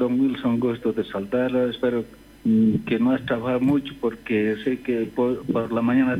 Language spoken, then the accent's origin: Spanish; Independencia, Cochabamba, Bolivia; born there; moved away; saludar a mi pueblo, provincia de Puebla, municipio de Independencia, que es Distrito 8